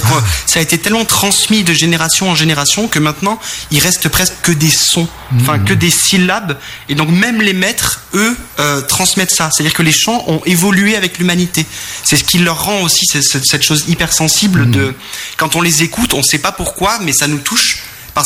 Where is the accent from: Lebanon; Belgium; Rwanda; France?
France; Nouvelle-Aquitaine; moved away; moi, je viens du Pays Basque, dans le sud.